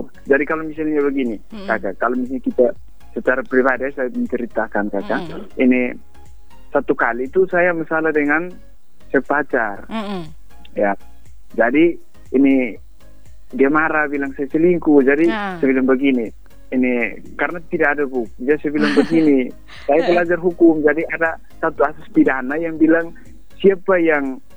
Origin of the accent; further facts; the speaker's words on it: Biboki district, East Nusa Tenggara, Indonesia; di kampung saya Ibu, saya berasal dari Desa Epopa, Kecamatan Bibokitan Pala, mungkin bertetangga dengan Kabupaten Belu Ibu.